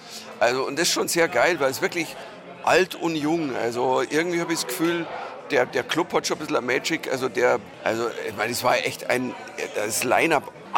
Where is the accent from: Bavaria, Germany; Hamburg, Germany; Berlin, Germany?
Bavaria, Germany; now in Vienna, Austria; ich nicht komme als Deutscher, der die Österreich belehren will, sondern ich komme als A, auch als Bayer.